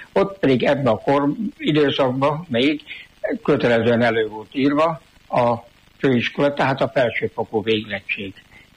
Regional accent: Törtel, Pest, Hungary; Magamról röviden, Cegléd mellett 10 kilométerre lévő kis faluban Törtelen születtem, ott is még Tanyán, bábasszonynál, és 9-en voltunk testvérek. Petroleum lámpánál nőttem fel

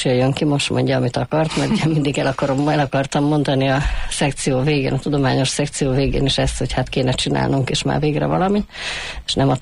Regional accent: Budapest, Hungary; A Gellért-hegyen laktunk kiskoromban, úgyhogy ott kezdtem a Köbölk utcai általános iskolában. Aztán Pestre költöztünk, és a Szemere utcai általános iskolában folytattam.

